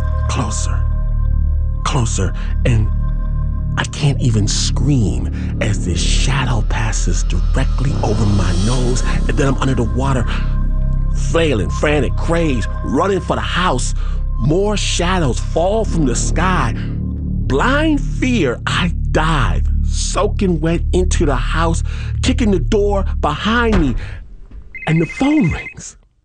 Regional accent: Michigan, United States; I'm from Michigan.

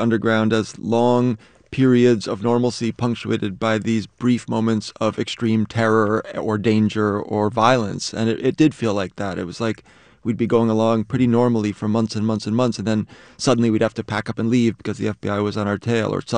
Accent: New York, United States; I was raised mostly in Harlem

